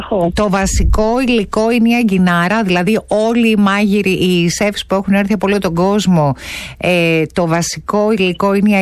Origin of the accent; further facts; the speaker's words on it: Greece; ο Ακύλας είναι και από τα Σέρας και εγώ είμαι από τα Σέρας.